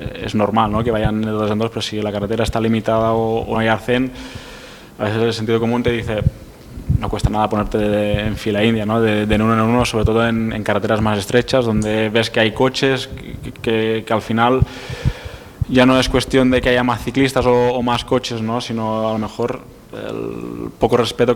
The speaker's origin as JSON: {"language": "Spanish", "area": "Menorca", "region": "Balearic Islands", "country": "Spain", "moved": "yes", "lives_now": "Mallorca, Spain", "said": "Yo soy de Menorca. Y cuando vine aquí por primera vez aquí en Mallorca"}